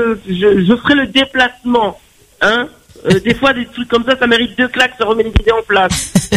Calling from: West of Réunion, Réunion; je viens de l'Ouest

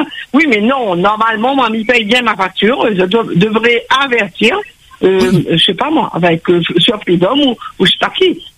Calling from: Réunion

